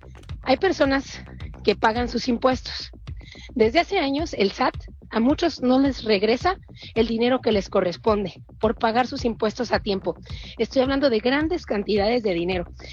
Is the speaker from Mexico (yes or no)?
yes; Mexico; si no somos los mexicanos los que estamos pagando todos los programas sociales